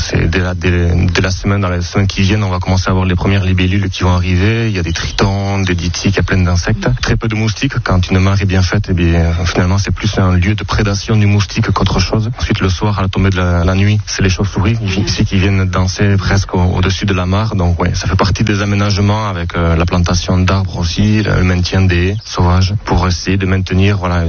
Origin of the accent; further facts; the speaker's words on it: Ustaritz, Nouvelle-Aquitaine, France; Hey, bonjour … j'ai 36 ans et je viens d'Ustaritz.